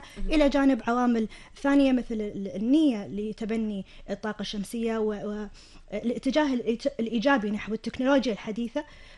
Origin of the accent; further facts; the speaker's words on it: Kuwait; وعندنا في الكويت